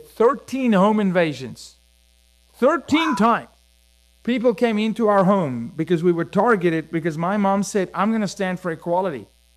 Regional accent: Johannesburg, Gauteng, South Africa; I'm from what's called the East Rand. So think of the Bronx, because I'm from Johannesburg. It's a city with 10 million people, right?

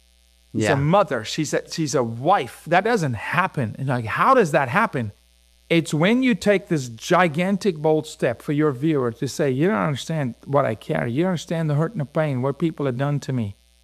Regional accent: Johannesburg, Gauteng, South Africa; I'm from what's called the East Rand. So think of the Bronx, because I'm from Johannesburg. It's a city with 10 million people, right?

